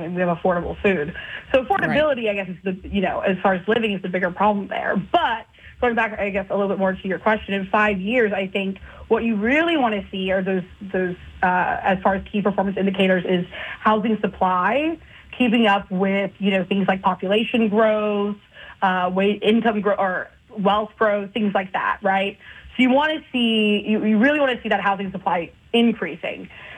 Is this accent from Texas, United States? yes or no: yes; Texas, United States; I mentioned earlier I was from Texas